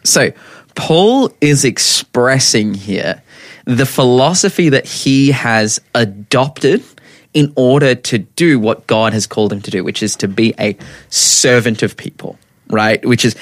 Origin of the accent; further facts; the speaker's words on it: Lake Macquarie, New South Wales, Australia; we came from Wonji, you know, like, that was where you know, coming down from Lake Mac